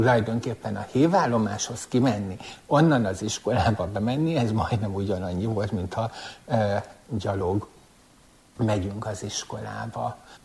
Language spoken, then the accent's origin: Hungarian; Szigethalom, Pest, Hungary; Nagyközségbe születtem, ma már város. Szigetharmon nőttem föl.